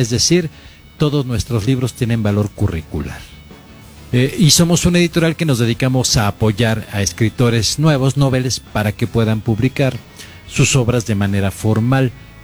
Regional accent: Mexico City, Mexico; De Ciudad de México.

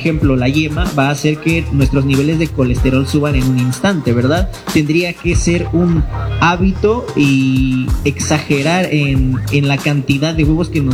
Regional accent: Mexico; nosotros como mexicanos

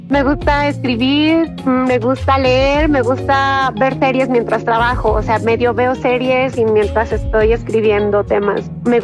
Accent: Ciudad Sahagún, Hidalgo, Mexico; Soy de Ciudad Sahagún, una ciudad mágica porque es la primera ciudad industrial nacida en México como ciudad industrial. O sea, primero llegaron las industrias y luego nace la ciudad.

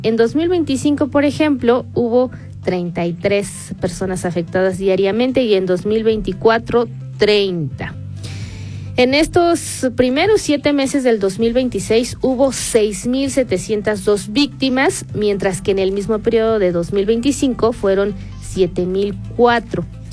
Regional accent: Mexico; y si de por sí, como mexicanos, a todo le buscamos y a todo le encontramos.

